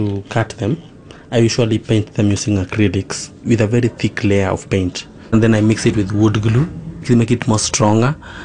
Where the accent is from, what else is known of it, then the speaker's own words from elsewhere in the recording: Nairobi, Kenya; because I've grown in the slums here in Mukuru Koruben.